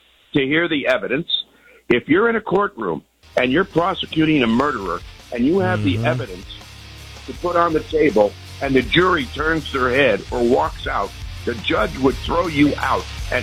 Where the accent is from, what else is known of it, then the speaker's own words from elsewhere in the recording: Henderson, United States; I'm actually from Henderson, your hometown too.